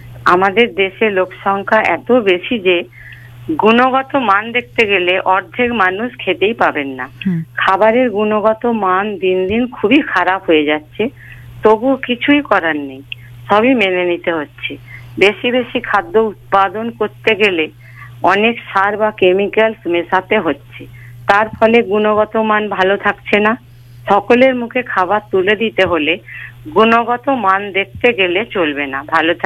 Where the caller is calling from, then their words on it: Howrah, West Bengal, India; আমি হাওড়া দাসনগর থেকে